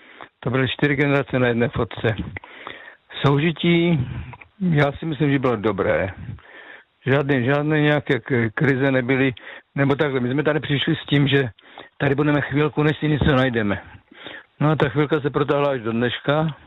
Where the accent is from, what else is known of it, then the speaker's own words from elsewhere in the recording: Moravian Slovakia, Czechia; já pocházím z Moravského Slovácka a tam jsme vlastně byli tři generace babičky, rodiče a my kluci jako